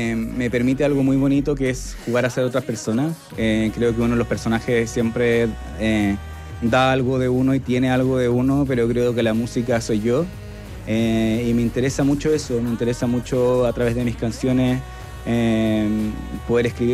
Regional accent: Iquique, Tarapacá, Chile; born there; also born or lived in northern Chile; now in Santiago, Chile; Yo crecí, mi infancia fue en Iquique

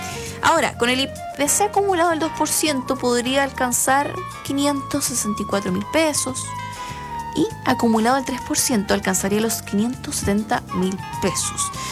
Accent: Chile; Como buen chileno, buena chilena que soy.

